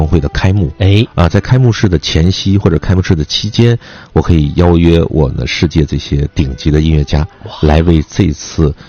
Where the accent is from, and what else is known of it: Jilin, China; born or raised there; moved away